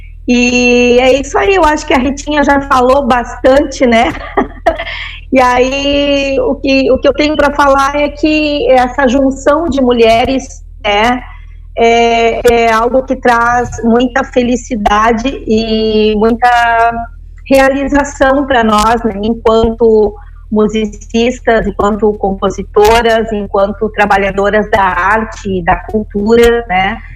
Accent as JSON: {"language": "Portuguese", "town": "Dom Pedrito", "region": "Rio Grande do Sul", "country": "Brazil", "tie": "born or raised there", "moved": "yes", "lives_now": "Pelotas, Brazil", "said": "O meu pai, ele era gaiteiro lá em Dom Pedrito, onde eu me criei, onde eu tenho laços ainda muito profundos, né, com o local."}